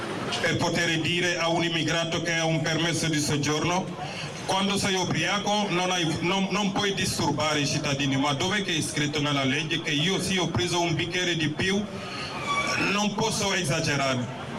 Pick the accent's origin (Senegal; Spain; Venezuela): Senegal; now in Italy; Sono senegalese.